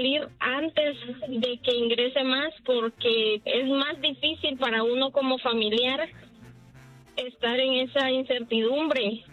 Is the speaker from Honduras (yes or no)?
yes; Santa Bárbara, Honduras; now in Denver, United States; Soy de Santa Bárbara, Honduras. País, lugar de las mujeres más bellas.